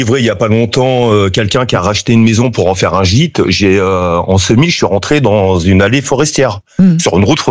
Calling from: Nouvelle-Aquitaine, France; moi, je vis en Pyrénées-Atlantiques

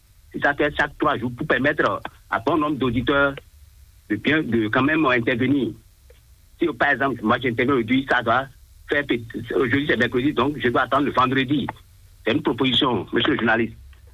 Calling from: Adjohoun, Ouémé, Benin; Je vous appelle depuis Adjoum.

